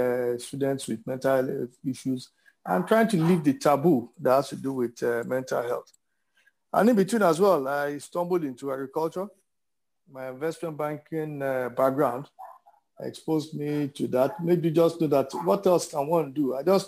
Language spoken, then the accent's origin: English; Lagos, Nigeria; also born or lived in Kano, Nigeria; Well, I grew up in Lagos. Interestingly, I was born in Kano